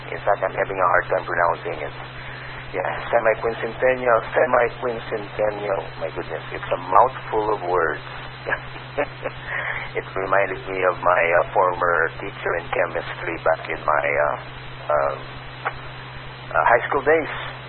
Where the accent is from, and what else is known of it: Philippines